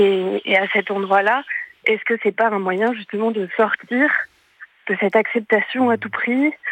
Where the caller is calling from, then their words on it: Auvergne-Rhône-Alpes, France; Je vous appelle de la Drôme.